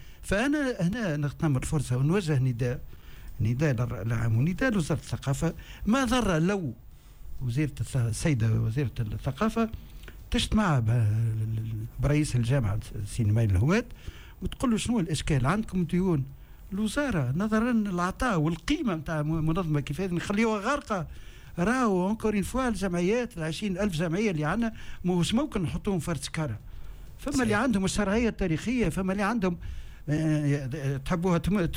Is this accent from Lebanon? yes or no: no; Tunisia; كان عندنا في تونس